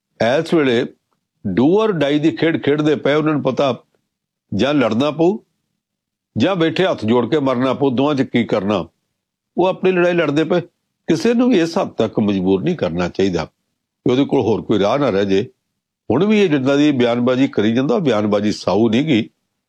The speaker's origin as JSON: {"language": "Punjabi", "region": "Punjab", "country": "India"}